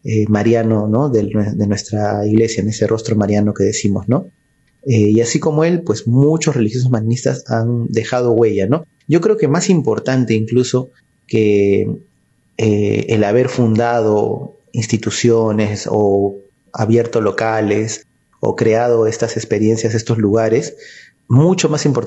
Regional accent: Callao, Peru; yo soy del Callao, natural del Callao

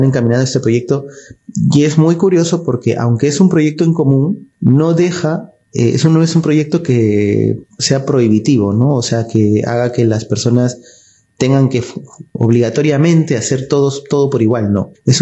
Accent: Peru

